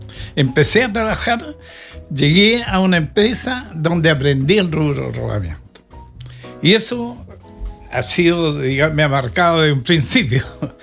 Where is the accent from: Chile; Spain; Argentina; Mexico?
Chile; Concepción, Biobío; moved away as an adult; yo soy de Concepción y en Concepción trabajaba en una empresa americana.